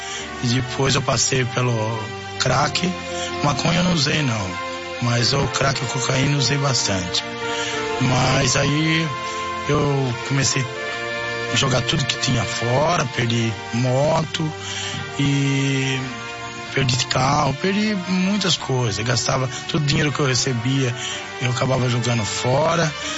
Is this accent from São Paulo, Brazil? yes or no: yes; Itatiba, São Paulo, Brazil; sou de Itatiba, o bairro Santa Cruz, Alameda, Dom Pe